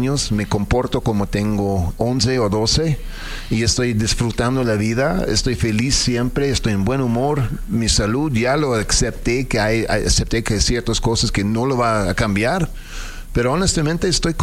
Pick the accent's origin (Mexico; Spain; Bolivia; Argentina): Mexico; Mexico City; Soy chilango con acento.